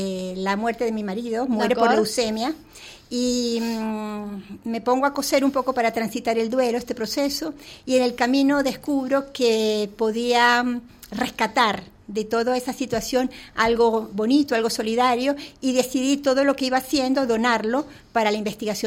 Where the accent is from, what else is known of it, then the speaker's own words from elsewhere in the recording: Sitges, Catalonia, Spain; y lo hacemos en Sitges, porque somos de Sitges, la Nuria y yo, y sobre todo es que Sitges es un pueblo mágico, precioso